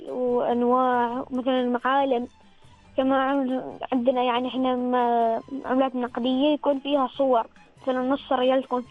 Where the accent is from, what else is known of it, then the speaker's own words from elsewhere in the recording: Nizwa, Ad Dakhiliyah, Oman; ولاية نزوة.